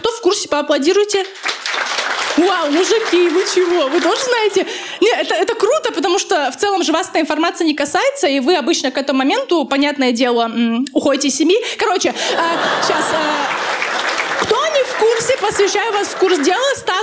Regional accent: Dagestan, Russia; moved away as an adult; я из Дагестана родом.

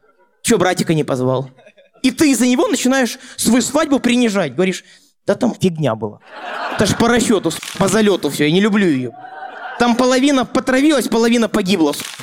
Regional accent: Armenia; Как свадьба, так мы армяне, 300 человек из ниоткуда

